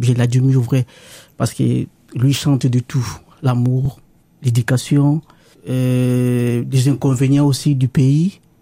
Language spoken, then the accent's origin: French; DR Congo; Bon, moi, ce que je peux ajouter, ça se parle chez nous, aux Congolais. Kinshasa, c'est le pays des plaisirs.